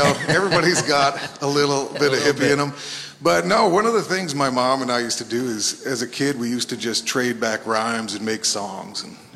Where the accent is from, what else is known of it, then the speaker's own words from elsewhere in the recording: West Saugerties, New York, United States; so I'm from West Saugerties, right outside of Woodstock, New York. And, you know, I'm an only child. So we lived out by behind this cornfield out there.